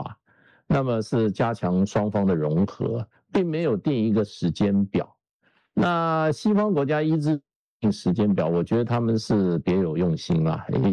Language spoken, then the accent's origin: Chinese; Taiwan; 我小时候在台湾的时候